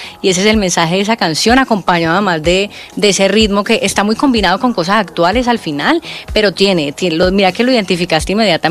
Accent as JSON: {"language": "Spanish", "country": "Colombia", "moved": "yes"}